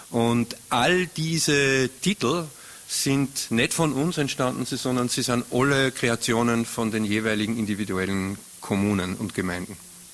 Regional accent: Upper Austria, Austria; wir als Oberösterreicher, das was uns ausmacht, ist das, dass wir eigentlich von Tal zu Tal hinter jenen Hügeln einen leicht anderen Dialekt haben, leicht andere Attitüde haben.

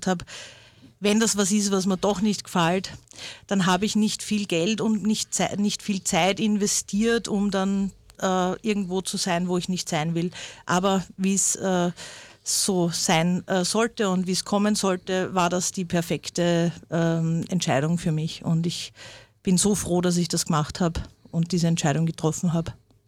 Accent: Vienna, Austria; Ich bin eben aus Wien

